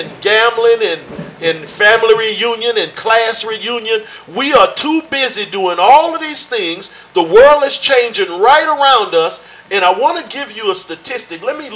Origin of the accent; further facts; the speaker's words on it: United States; because I was raised up in America too.